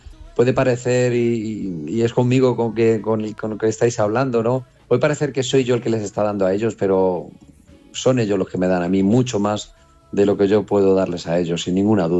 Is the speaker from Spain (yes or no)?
yes; Spain; nosotros aquí en España